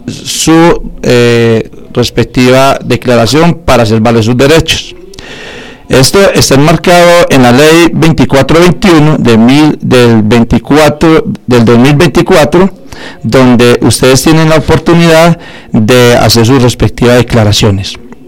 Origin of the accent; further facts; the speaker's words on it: Amalfi, Antioquia, Colombia